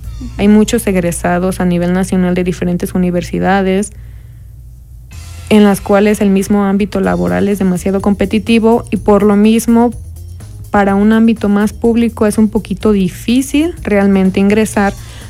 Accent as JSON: {"language": "Spanish", "town": "Acatlán de Osorio", "region": "Puebla", "country": "Mexico", "tie": "born or raised there", "said": "yo soy originaria de Acatlán de Osorio"}